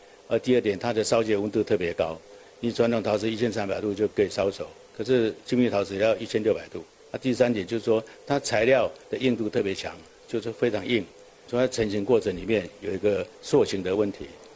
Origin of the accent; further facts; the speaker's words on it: Taiwan; now in Dehua, China; 因为我来自台湾